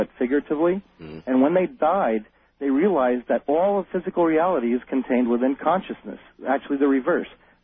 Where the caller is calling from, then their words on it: San Jose, California, United States; I'm calling from San Jose, California.